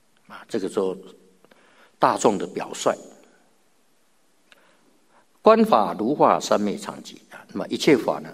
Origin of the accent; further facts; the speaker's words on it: China; now in Australia; 那么大家呢也从中国啊来到澳洲啊，那我们都是外国人啊，来到这里啊